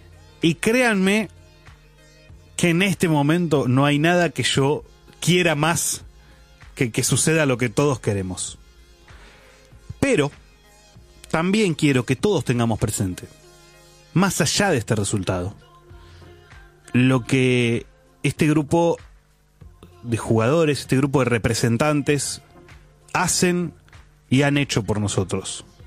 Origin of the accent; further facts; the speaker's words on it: Argentina; Somos argentinos.